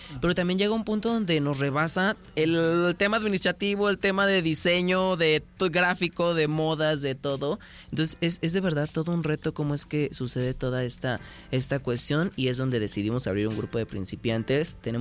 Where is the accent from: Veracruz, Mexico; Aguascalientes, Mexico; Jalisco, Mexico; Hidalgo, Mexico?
Aguascalientes, Mexico; el folclórico de mi tierra, aguascalentense